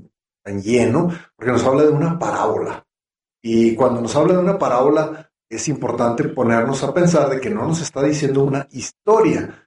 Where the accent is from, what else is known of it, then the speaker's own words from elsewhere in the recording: Mexico; moved away; nosotros que venimos de México